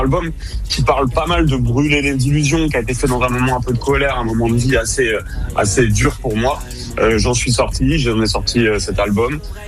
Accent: Rennes, Brittany, France; Enfin, je suis originaire de Rennes, donc c'est aussi là où il y a les plus grosses ambiances en concert et tout.

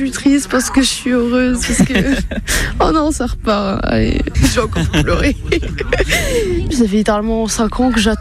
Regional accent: Nantes, Pays de la Loire, France; Parce que nous, on vient de Nantes, en fait.

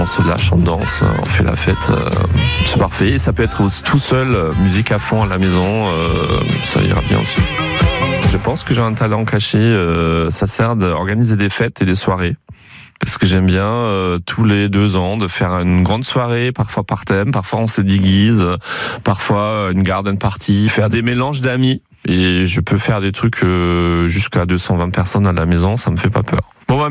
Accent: Grand Est, France; Je sais que je suis champenois parce que j'habite au milieu de la montagne de Reims, dans un petit village entouré de vignes et des forêts.

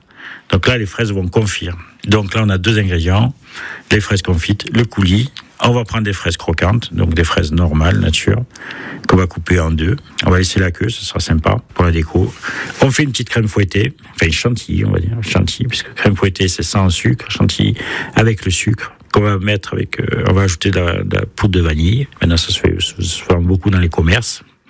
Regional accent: Carpentras, Provence-Alpes-Côte d'Azur, France; now in Savigny-sous-Faye, France; je suis originaire de Carpentras, pays de la fraise.

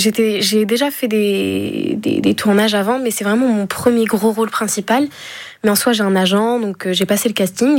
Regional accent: Grand Est, France; Je suis des Vosges.

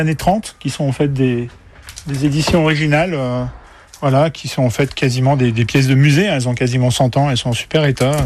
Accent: Bourgogne-Franche-Comté, France; Je viens de Bourgogne. Donc je me suis installé là

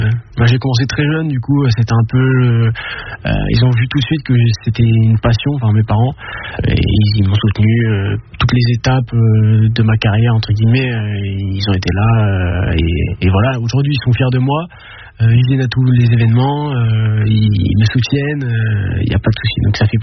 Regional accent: Caen, Normandy, France; Eh ben, je suis né ici à Caen, du coup, et bah, j'ai grandi ici, plus dans la campagne, du coup, aux alentours. Mais bon, j'étais au collège ici à Caen

